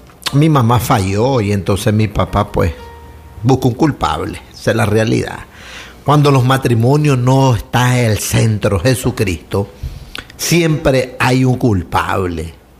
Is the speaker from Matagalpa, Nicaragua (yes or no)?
yes; Matagalpa, Nicaragua; born there; now in Granada, Nicaragua; aquí andamos, mire, con tanto amor desde la ciudad de Granada hasta hoy aquí en esta bella Matagalpa donde yo nací